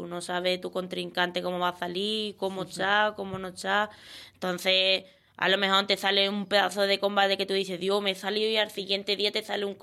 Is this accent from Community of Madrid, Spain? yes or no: no; El Puerto de Santa María, Andalusia, Spain; mis colores desde aquí del puerto y satisfecho de ser andaluz.